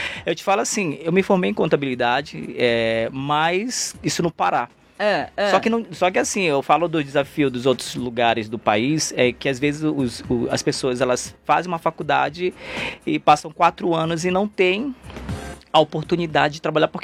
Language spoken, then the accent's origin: Portuguese; Pará, Brazil; moved away as an adult; now in São Paulo, Brazil; eu vim do Pará, né? Então, quando a gente fala de Amazônia, né? Eu, há 10 anos atrás, decidi vir para São Paulo